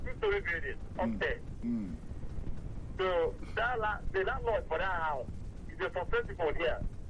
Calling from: Lagos, Nigeria; I'm calling from Ajegule.

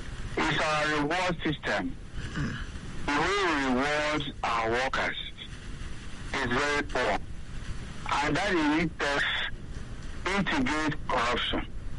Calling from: Abuja, Federal Capital Territory, Nigeria; I call from Abuja.

